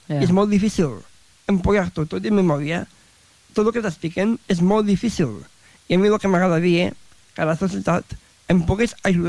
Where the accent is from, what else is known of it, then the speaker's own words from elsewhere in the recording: Tàrrega, Catalonia, Spain; jo soc de Tàrrega.